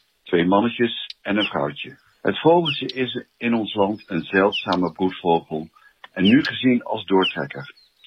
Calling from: Arnhem, Gelderland, Netherlands

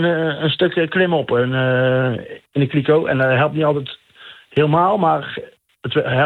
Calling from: Eersel, North Brabant, Netherlands; uit Eersel.

